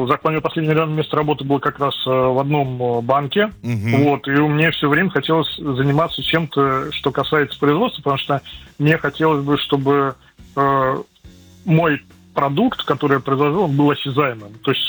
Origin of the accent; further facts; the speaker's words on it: Saratov, Saratov Oblast, Russia; Я из Саратова.